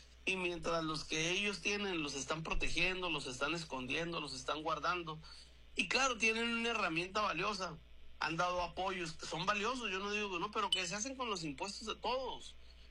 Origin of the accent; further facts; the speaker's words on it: Ciudad Juárez, Chihuahua, Mexico; los juarenses, los chihuahuenses